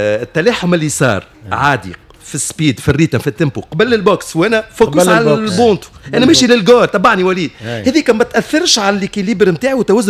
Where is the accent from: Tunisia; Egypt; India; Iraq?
Tunisia